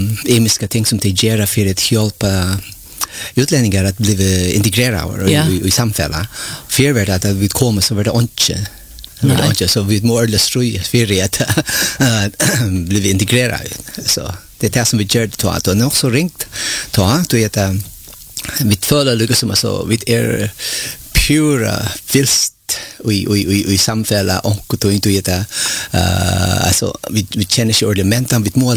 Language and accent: Swedish; Philippines; Swedish is a second language; moved away; Jag är från Filippinerna och så är konen är kommen här.